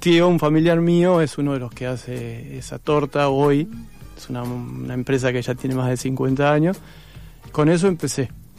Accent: Trelew, Chubut, Argentina; now in Buenos Aires, Argentina; Sí, yo soy de Trelew.

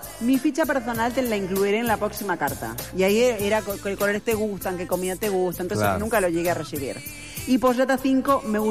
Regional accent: Santander, Cantabria, Spain; Soy Libra, nací y vivo en Santander, capital de Cantabria, que es una pequeña comunidad autónoma al norte de España.

